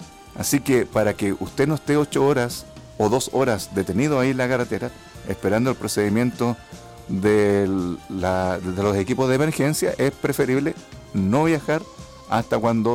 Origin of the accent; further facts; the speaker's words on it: southern Chile, Chile; somos del sur de Chile